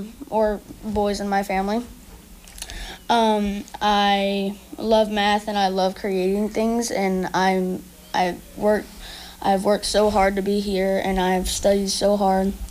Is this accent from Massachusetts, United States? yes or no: no; Knoxville, Tennessee, United States; born there; I was born in Knoxville, Tennessee. I am the eldest of four brothers.